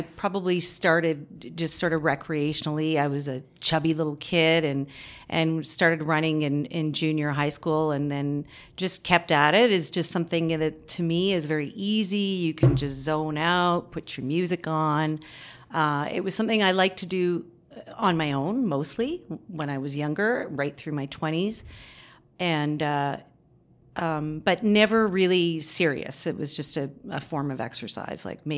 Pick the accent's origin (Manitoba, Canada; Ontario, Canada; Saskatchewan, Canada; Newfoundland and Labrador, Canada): Ontario, Canada; moved away as an adult; also born or lived in Calgary, Canada; now in Whitehorse, Canada; I live here in Whitehorse, born and raised in Ontario, west of Ottawa, and came to the UConn in 1996 to do a master's in geology in the Mayo area.